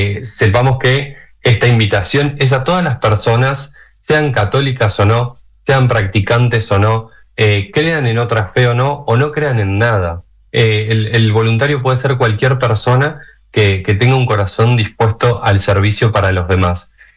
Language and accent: Spanish; Mar del Plata, Buenos Aires Province, Argentina; En mi caso, por ejemplo, yo soy de Mar del Plata.